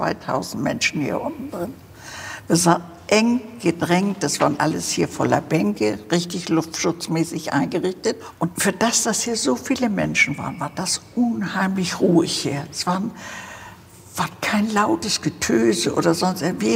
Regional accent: Hamburg, Germany; Hier bin ich groß geworden. Na ja, bis raus aus der Tür.

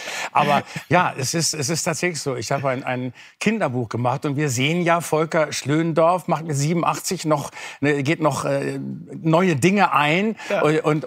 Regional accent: Bielefeld, North Rhine-Westphalia, Germany; den Kamimara Verlag, in Bielefeld, auch meiner Heimatstadt.

